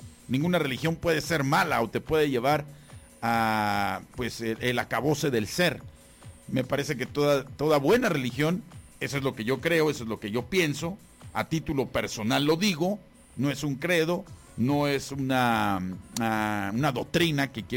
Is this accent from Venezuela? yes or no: no; Guadalajara, Jalisco, Mexico; Ya me están reclamando, que por qué no le voy a las Chivas si soy de Guadalajara.